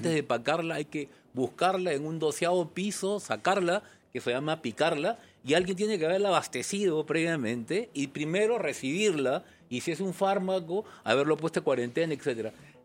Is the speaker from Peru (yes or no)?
yes; Peru; tu pregunta era, ¿en qué somos buenos los peruanos?